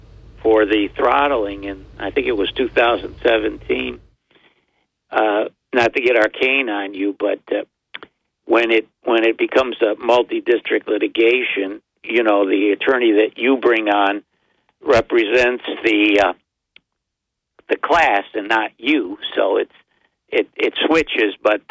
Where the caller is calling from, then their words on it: Binghamton, New York, United States; Hello there … from Binghamton.